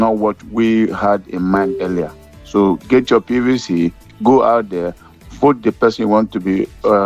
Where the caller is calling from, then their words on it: United Kingdom; I'm calling from United Kingdom.